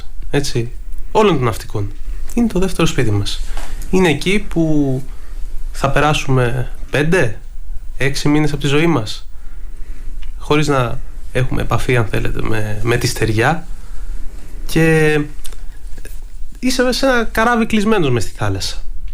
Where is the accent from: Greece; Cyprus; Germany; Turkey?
Greece; Zakynthos, Ionian Islands; moved away; Λοιπόν, εγώ είμαι από τη Ζάκυνθο.